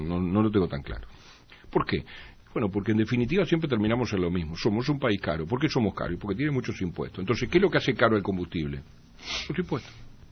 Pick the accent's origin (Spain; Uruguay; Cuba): Uruguay